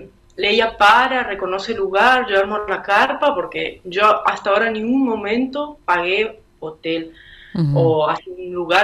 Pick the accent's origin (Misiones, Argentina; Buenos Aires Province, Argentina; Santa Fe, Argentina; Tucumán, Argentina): Misiones, Argentina; Fracrán; also born or lived in San Vicente; now in Brazil; yo me vine a Brasil hace un par de meses atrás por la situación económica que estaba pasando, porque yo soy de Fracran, pero vivía en San Vicente.